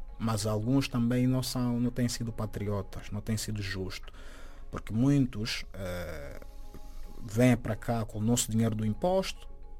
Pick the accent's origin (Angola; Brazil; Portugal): Angola; moved away as an adult; eu saí de Angola